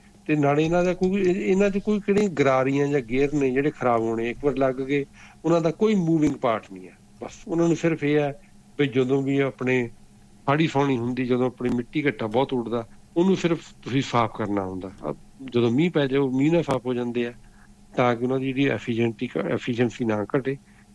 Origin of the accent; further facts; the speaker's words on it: Punjab, India; ਹੁਣ ਉੱਥੇ ਮਤਲਬ ਮੇਰਾ ਪਿੰਡ ਹੈ ਮੇਰੇ ਪਿੰਡ ਦੇ ਆਲੇ ਦੁਆਲੇ ਸਾਰੇ ਰੁੱਖ ਕੱਟੇ ਗਏ ਸੀ